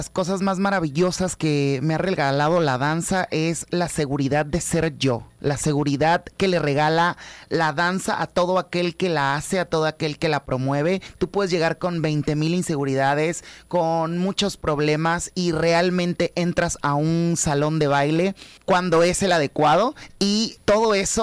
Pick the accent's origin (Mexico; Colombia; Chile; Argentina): Mexico; Tabasco; como buena familia tabasqueña